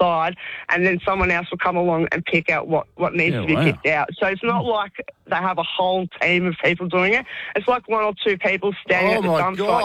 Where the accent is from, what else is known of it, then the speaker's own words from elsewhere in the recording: Werribee, Victoria, Australia; So I'm from a Wyndham, I'm from Werribee, and we've got three bins.